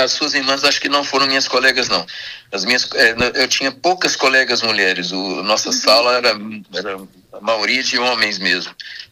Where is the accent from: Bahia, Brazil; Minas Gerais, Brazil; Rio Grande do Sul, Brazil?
Minas Gerais, Brazil; Diamantina; Eu amo minha terra, amo Diamantina, amo a nossa região, daqui do Vale, Minas Gerais. Eu sou extremamente sensível ao lugar onde nascemos e fomos criados, não é?